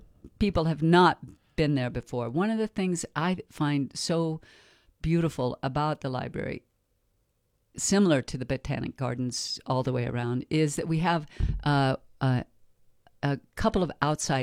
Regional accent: Durango, Colorado, United States; I'm from Durango

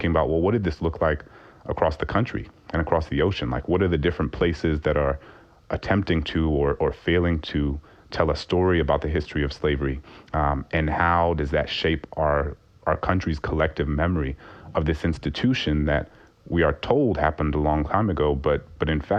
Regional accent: New Orleans, Louisiana, United States; born or raised there

